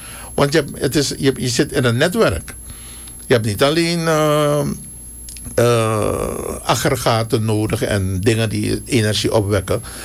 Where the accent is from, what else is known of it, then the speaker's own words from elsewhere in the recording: Suriname; En daar zitten we allemaal als Surinamers in.